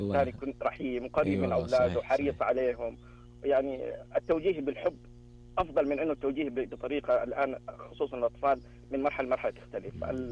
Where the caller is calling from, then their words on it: Dammam, Eastern Province, Saudi Arabia; إحنا متحمسين من الدمام